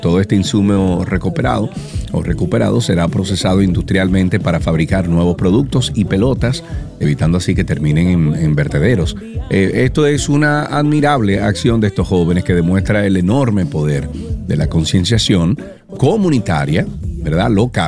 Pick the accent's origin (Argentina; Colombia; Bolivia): Colombia; yo soy colombiano, sí, correcto, parce.